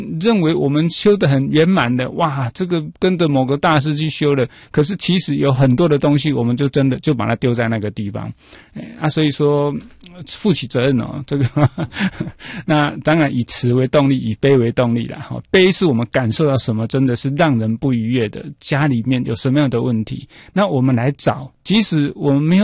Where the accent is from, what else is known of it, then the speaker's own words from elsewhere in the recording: Taiwan; 那我们台湾人是不用训练的。台湾如果是当总机，不用训练的。